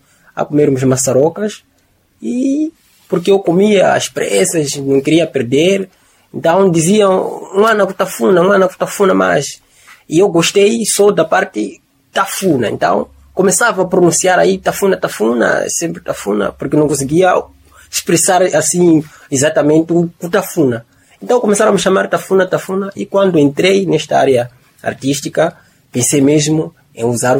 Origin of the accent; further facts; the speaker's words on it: Beira, Sofala, Mozambique; now in Chimoio, Mozambique; Eu sou de Sofala, província de Sofala, cidade da Beira.